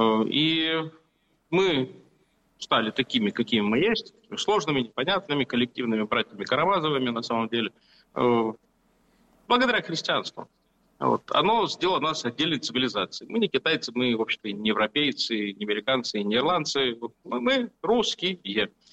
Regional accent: Russia

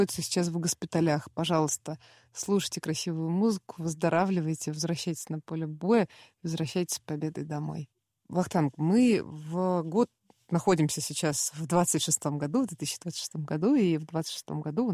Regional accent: Ukraine; Ну, я здоровый детства, украинец.

